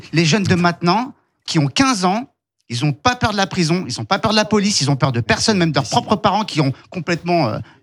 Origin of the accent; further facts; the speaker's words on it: Saint-Ouen, Île-de-France, France; moved away; moi, j'ai grandi, je suis né dans 93, j'ai grandi à Saint-Ouen. Pour ceux qui connaissent Saint-Ouen, c'est le Far West, d'accord?